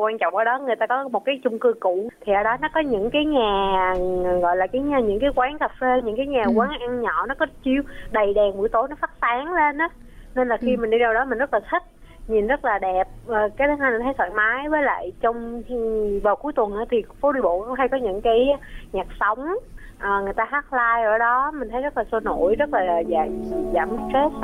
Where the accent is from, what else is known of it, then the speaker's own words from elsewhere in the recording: Ho Chi Minh City, Vietnam; À, mình từ nhỏ lớn sinh sống ở Hồ Chí Minh luôn bạn, nên là chắc cũng gần 30 năm rồi đó.